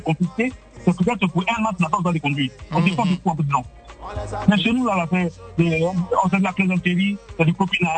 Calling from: Abidjan, Côte d’Ivoire; Je vous appelle d'Abidjan.

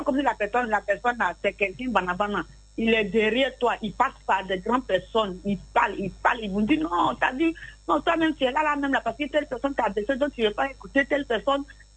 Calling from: Bobo-Dioulasso, Hauts-Bassins, Burkina Faso; Je suis à Bobo.

